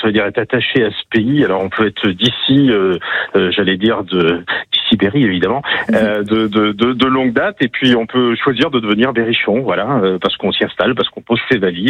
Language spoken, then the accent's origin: French; Lury-sur-Arnon, Centre-Val de Loire, France; moved away; also born or lived in Vierzon; je suis né à Vierzon. J'ai passé surtout mon enfance à côté de Vierzon, à 10 km de Vierzon, à Lury-sur-Arnon. C'est ma terre familiale, voilà, à laquelle je suis très attaché. C'est un peu mon point d'équilibre où je reviens, où il y a encore ma famille aussi.